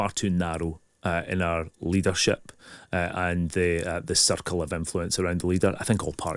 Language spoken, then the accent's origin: English; Dundee, Scotland, United Kingdom; I come from Dundee